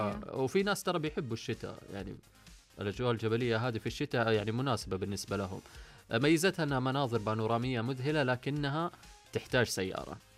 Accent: Saudi Arabia; عندنا كسعوديين أو كخليجيين

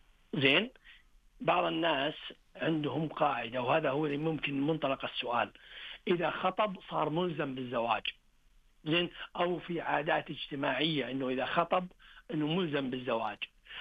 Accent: Saudi Arabia; طريقة العدول الرقي كمسلمين كعرب كسعوديين

